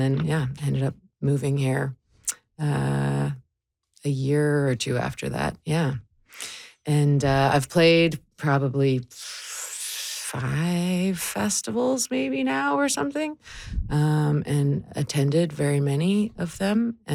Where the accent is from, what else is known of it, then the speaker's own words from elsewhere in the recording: Ontario, Canada; when I was living in Ontario, because I'm from Ontario.